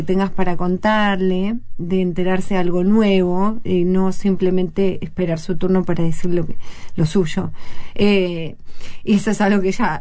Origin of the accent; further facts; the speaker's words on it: Mar del Plata, Buenos Aires Province, Argentina; also born or lived in Morón; Yo no soy porteña, o sea, no nací en Morón, crecí en Mar del Plata